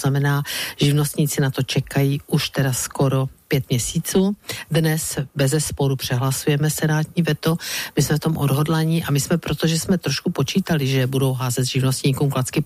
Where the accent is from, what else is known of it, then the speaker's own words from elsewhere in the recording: Brno, South Moravian Region, Czechia; protože jsem Brňačka